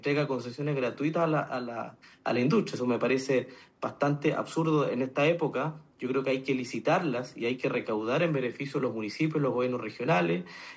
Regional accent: Patagonia, Chile; somos de la Patagonia ambos

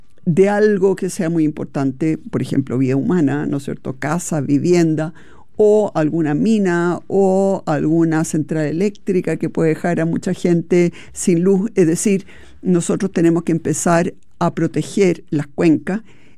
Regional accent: Chile

